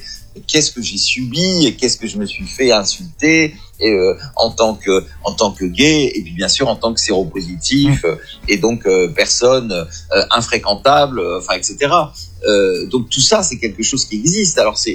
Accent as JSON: {"language": "French", "area": "Béthune", "region": "Hauts-de-France", "country": "France", "also_born_or_lived": "Paris", "moved": "yes", "said": "je suis à Paris toutes les semaines pour les associations que je préside, mais je vis maintenant en province, je vis à Béthune, dans le Pas-de-Calais, je suis retourné dans ma région."}